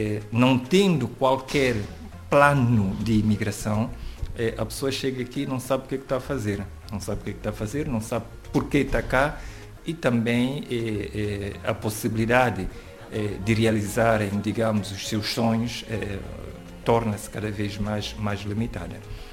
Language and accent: Portuguese; São Tomé & Príncipe; now in Portugal; Porque muitas vezes nós saímos de São Tomé e Príncipe sem qualquer noção daquilo que nos espera.